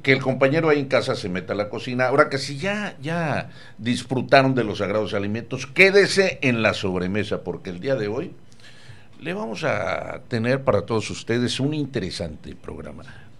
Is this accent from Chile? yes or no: no; Mexico; moved away; Allá por mi tierra, atraviesa Jalisco y parte de Nayarit, el río Lerma.